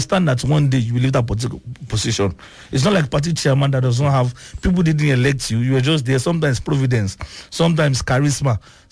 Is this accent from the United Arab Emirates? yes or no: no; Nigeria; our reality now as Nigerian politician